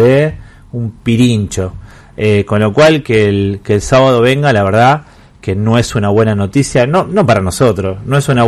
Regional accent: Santa Fe, Argentina; nos terminamos siendo cargo los santafesinos de que eso suceda.

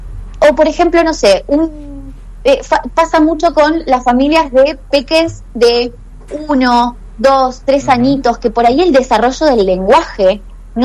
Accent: Ceres, Santa Fe, Argentina; now in Buenos Aires, Argentina; yo soy santafesina, soy de Ceres, del norte de la provincia. Pero bueno, ya hace unos años viviendo en Buenos Aires

